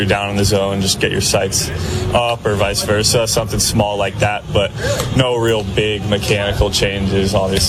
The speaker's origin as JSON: {"language": "English", "region": "California", "country": "United States", "said": "I'm from California, so it's kind of similar weather to what I grew up in, playing"}